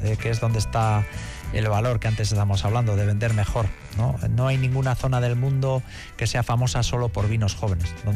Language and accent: Spanish; Basque Country, Spain; Digo, porque soy de Vizcaya y creo que hay un reto súper bonito de poner en el lugar que merece el chacolí en el mundo